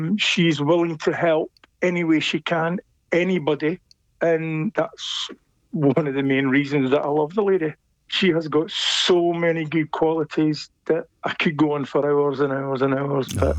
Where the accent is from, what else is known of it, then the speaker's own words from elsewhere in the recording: Edinburgh, Scotland, United Kingdom; moved away as an adult; now in Leicester, United Kingdom; I was born and brought up in Edinburgh.